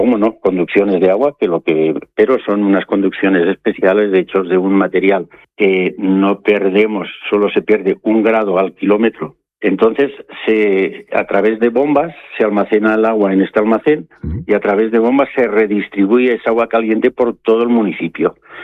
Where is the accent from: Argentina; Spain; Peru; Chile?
Spain; Portell de Morella, Valencian Community; Portell somos una pequeña localidad, como bien decís, que tiene mucho patrimonio. Está situada en pleno corazón de la comarca del Sport, en el norte de la provincia de Castellón. Sí que somos Castellón de la Plana